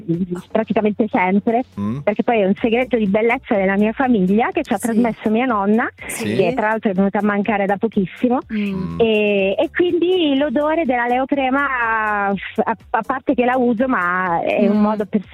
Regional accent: Roggiano Gravina, Calabria, Italy; accent: Calabrian; No, non sono di Milano. No, io sono originaria, sono calabrese, di un piccolo paesino in provincia di Cosenza che si chiama Roggiano Gravina. E si sente il mio accento.

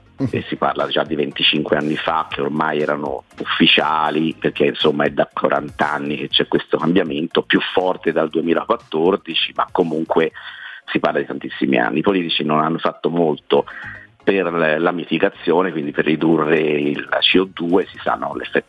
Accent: Florence, Tuscany, Italy; perché poi sono fiorentino

